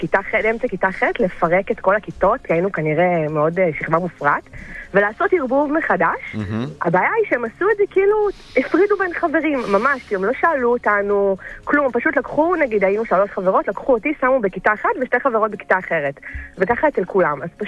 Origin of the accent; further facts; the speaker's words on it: Rishon LeZion, Central District, Israel; אז שהיינו בחטיבה, אני מראשון